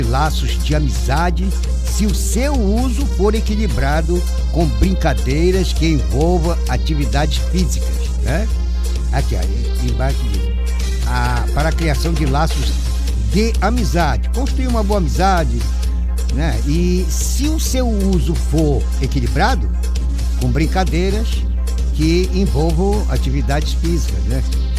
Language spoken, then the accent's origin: Portuguese; Brazil; Nós, como brasileiros